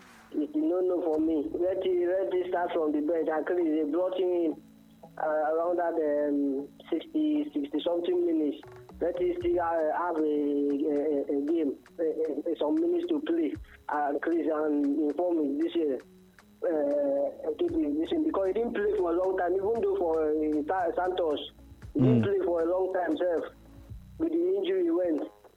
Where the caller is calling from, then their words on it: Onitsha, Anambra, Nigeria; I'm calling you from Onitsha.